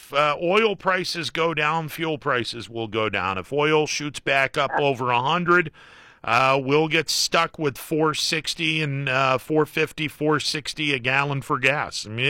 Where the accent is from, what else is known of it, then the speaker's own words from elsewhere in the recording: Columbiana County, Ohio, United States; moved away; I was from Columbiana County. Grew up in the northern part of Columbiana County